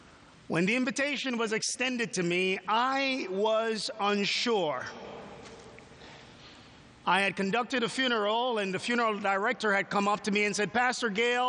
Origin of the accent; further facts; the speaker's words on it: Jamaica; with me being Jamaican